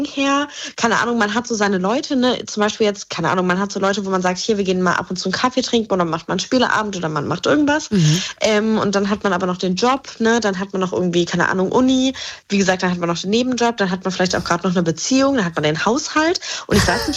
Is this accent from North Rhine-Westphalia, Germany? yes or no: no; Idstein, Hesse, Germany; Und hinter Wiesbaden gibt es einen Ort, der nennt sich Itzstein.